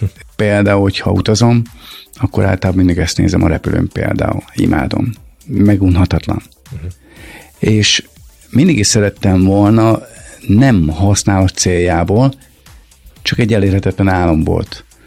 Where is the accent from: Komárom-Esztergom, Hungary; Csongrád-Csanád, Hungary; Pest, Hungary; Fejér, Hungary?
Pest, Hungary; Nagykőrös; lakótelepen nőttem fel, ott Nagykörösön